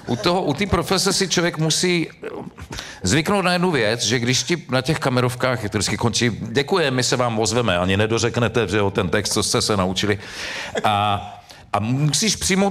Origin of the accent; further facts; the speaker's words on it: Ostrava, Moravian-Silesian Region, Czechia; jako správný Ostravák